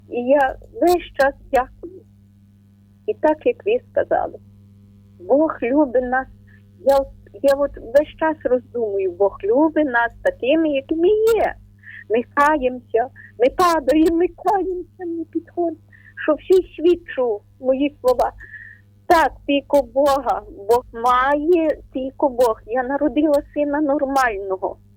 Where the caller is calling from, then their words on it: Ternopil Oblast, Ukraine; ми з України. Тернопільська віра.